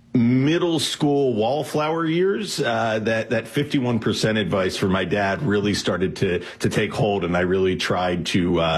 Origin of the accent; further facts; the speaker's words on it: Pennsylvania, United States; I'm from suburban Philadelphia, and I have one older sister.